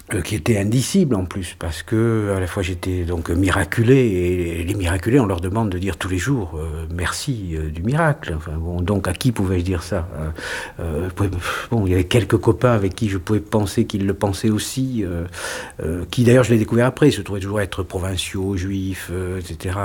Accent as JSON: {"language": "French", "region": "Nouvelle-Aquitaine", "country": "France", "tie": "born or raised there", "moved": "yes", "said": "Je viens d'un tout petit village du Béarn, du sud-ouest de la France, bon, et d'une famille de tout petits fonctionnaires."}